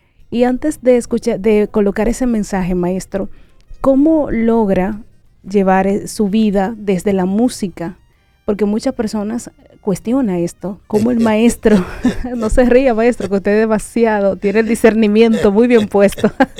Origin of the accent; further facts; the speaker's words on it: Mao, Valverde, Dominican Republic; moved away; En mi tierra para allá, la línea noroeste.